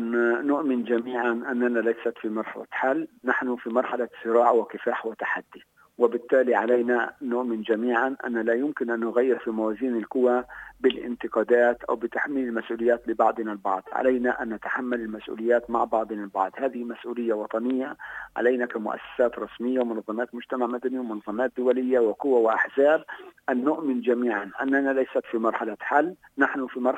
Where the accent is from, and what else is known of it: Palestine